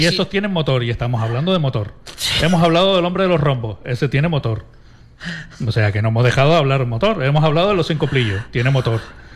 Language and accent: Spanish; Icod de los Vinos, Canary Islands, Spain; moved away; el equipo de ping-pong de Ico de los Vinos, de mi pueblo.